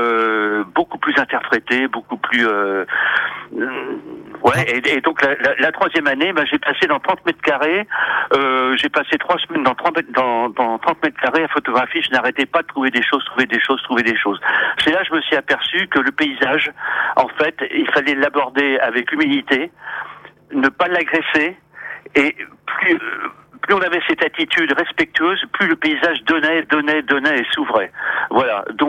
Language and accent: French; Saint-Nazaire, Pays de la Loire, France; je suis originaire de Saint-Nazaire.